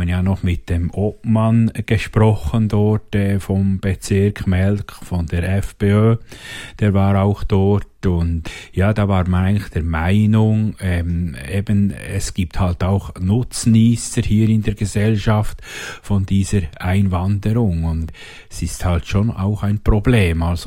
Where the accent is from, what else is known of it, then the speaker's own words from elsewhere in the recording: Bern, Switzerland; Ich als Berner war da viel zu langsam.